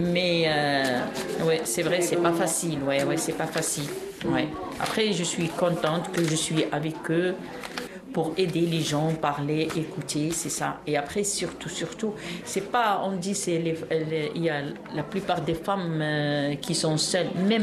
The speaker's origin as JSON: {"language": "French", "country": "Algeria", "said": "Oui. Moi, je suis algérienne."}